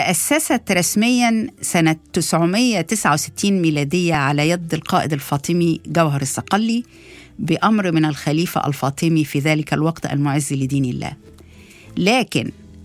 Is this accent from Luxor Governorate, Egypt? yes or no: no; Alexandria, Alexandria Governorate, Egypt; أنا من اسكندرية